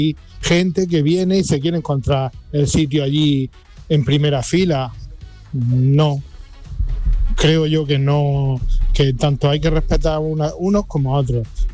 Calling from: Madrid, Community of Madrid, Spain; de Madrid.

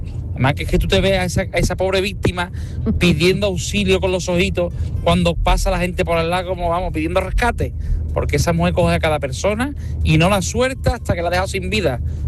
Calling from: Cádiz, Andalusia, Spain; Aquí soy de Cádiz.

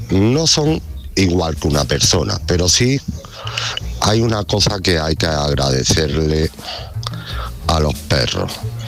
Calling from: Cádiz, Andalusia, Spain; soy de Cádiz y del pueblo Libro, de Alpujarra de la Sierra.

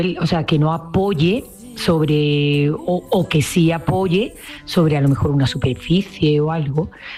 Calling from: Alcalá de Guadaíra, Andalusia, Spain; de Sevilla, en concreto Alcalá de Guadaira.

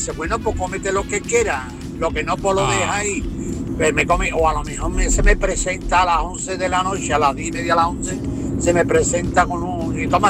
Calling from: Seville, Andalusia, Spain; de Sevilla.

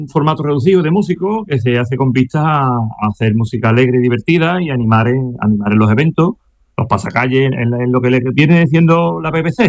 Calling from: Olivares, Andalusia, Spain; Pues ahora en casa, en el pueblo, en Olivares.

